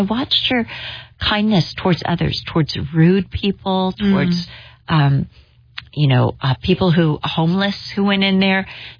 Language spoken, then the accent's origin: English; United States; moved away as an adult; also born or lived in England; I'm an American